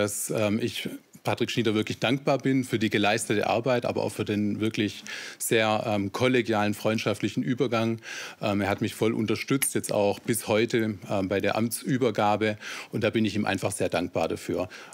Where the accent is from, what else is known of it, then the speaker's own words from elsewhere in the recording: Ludwigsburg, Baden-Württemberg, Germany; Nein, also ich komme aus Ludwigsburg